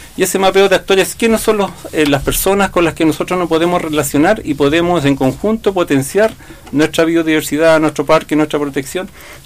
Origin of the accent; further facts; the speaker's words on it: Entrelagos, Los Lagos, Chile; esta misma cuesta que está acá al lado de la Cuesta Uribe, famosa Cuesta Uribe, nos tirábamos en suncho, jugábamos cuando era muy pequeño. Tengo más de 60 años